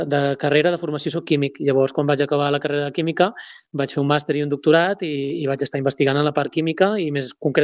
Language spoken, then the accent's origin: Catalan; Reus, Catalonia, Spain; sóc de Reus